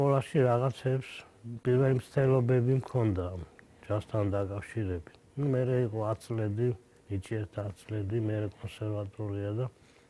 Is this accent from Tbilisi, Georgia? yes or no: yes; Tbilisi, Georgia; მე დავიბადე და გავიზარდე. აი ესეთი ადგილი იყო, თბილისში, სვანეთსუბნის ქვედა ნაწილი, ეს არის ჩერქეზოვი. ასე ეძახდნენ მაშინ